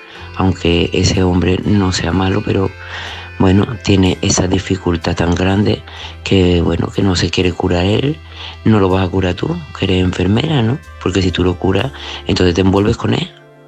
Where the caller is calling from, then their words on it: Seville, Andalusia, Spain; Buenas noches, Patricia … de Sevilla.